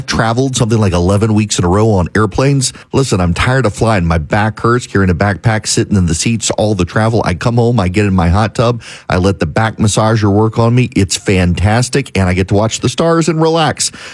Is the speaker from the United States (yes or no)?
yes; Oklahoma, United States; I obviously I got a little bit of a bias in my home state